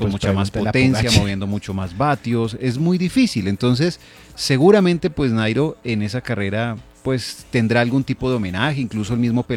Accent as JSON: {"language": "Spanish", "country": "Colombia", "said": "Ahora, sería maravilloso para nosotros como colombianos que le hubieran dado esa oportunidad."}